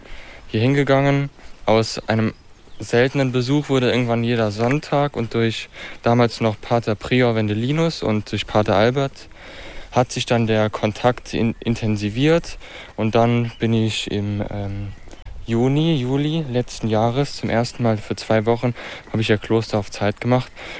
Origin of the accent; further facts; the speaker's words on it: Schmelz, Saarland, Germany; ich komme aus dem Saarland